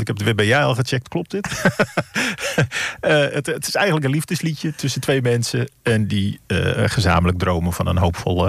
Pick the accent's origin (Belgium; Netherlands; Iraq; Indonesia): Netherlands; Groningen; Maar dat zal komen door mijn roots, dat ik uit Noord-Groningen kom.